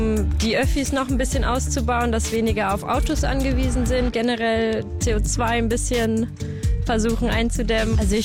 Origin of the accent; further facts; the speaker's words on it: Berlin, Germany; ich komme hier aus Biesdorf und ich arbeite beim Zahnarzt.